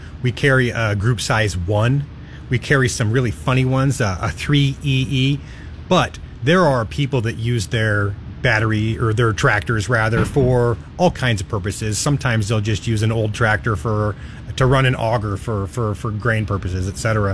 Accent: Holdrege, Nebraska, United States; I grew up in Holdridge. I've got a farm just outside of Holdridge myself.

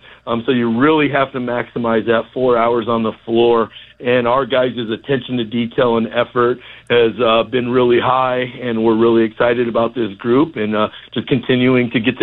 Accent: Nebraska, United States; growing up in Central Nebraska

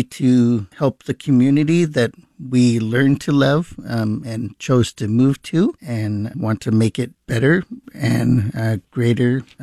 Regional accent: Washington, United States; moved away as an adult; now in Cozad, United States; I grew up in Washington State, and I'm from Washington State. My family moved here 2.5-3 years ago, and I was a CNA in Washington.

